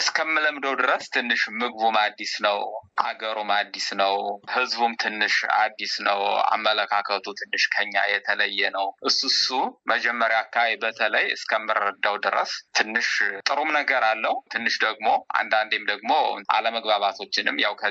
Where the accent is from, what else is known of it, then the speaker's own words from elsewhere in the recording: Amhara, Ethiopia; የተወለድኩት ደቡብ ጎንደር ውስጥ እናት ወረዳ ውስጥ አባብቂላ ከምትባል ትንሽዬ ቀበሌ ነው። ትንሽዬ መንደር ነው።